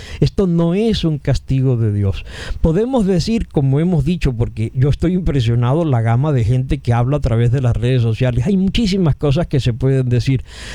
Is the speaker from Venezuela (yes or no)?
yes; Venezuela